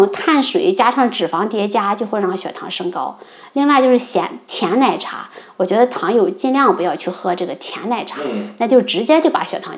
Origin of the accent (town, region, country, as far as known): Xinjiang, China